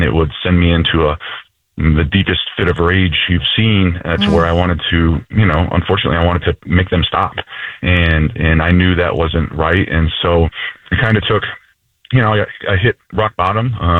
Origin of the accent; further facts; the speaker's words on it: Iowa, United States; I was born and raised in Iowa.